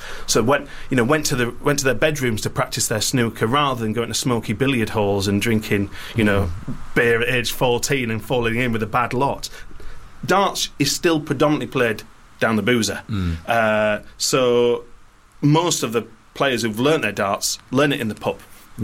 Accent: Yorkshire and the Humber, United Kingdom; born there; as a Yorkshireman, my dad was a Geordie, I was born in Yorkshire.

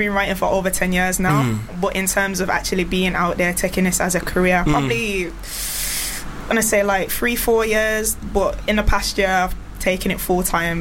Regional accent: Birmingham, West Midlands, United Kingdom; accent: Brummy; I'm from Birmingham.

